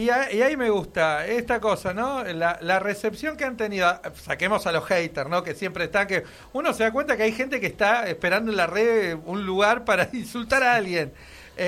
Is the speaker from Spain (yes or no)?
no; Buenos Aires, Argentina; yo soy de Piedrabuena